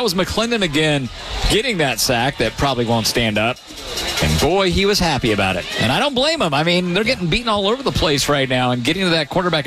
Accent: United States; moved away; My hometown of Fulton Beach

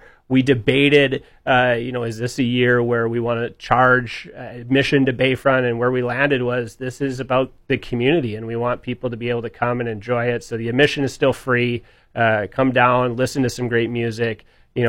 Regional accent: Duluth, Minnesota, United States; growing up in Duluth

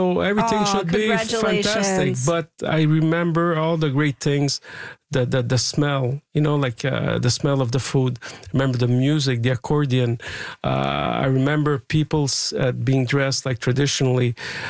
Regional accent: Montreal, Quebec, Canada; I was born on Dante Street in Little Italy itself, right across the church.

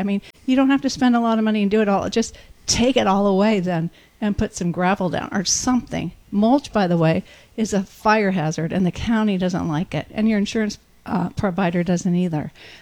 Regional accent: Santa Barbara, California, United States; now in Santa Ynez Valley, United States; I'm from Santa Barbara, but I lived in Santa Barbara how many years? 38 years, and now we've been here 18.

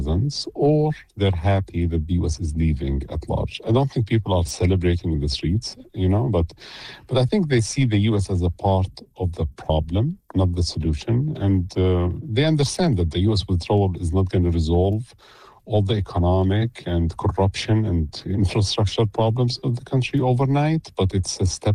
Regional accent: Baghdad, Baghdad Governorate, Iraq; I was born in Baghdad and grew up there on and off.

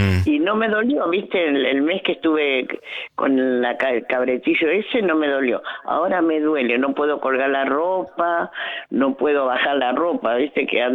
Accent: Los Polvorines, Buenos Aires Province, Argentina

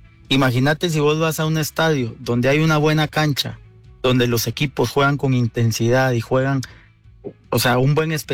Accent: Guatemala; now in Costa Rica

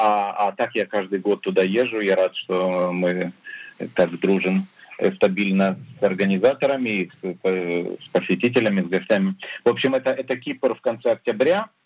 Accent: Ukraine; now in Israel; чтобы в моем анонсе было указано, что я из Израиля. Вот, они написали, поскольку я родом из Украины

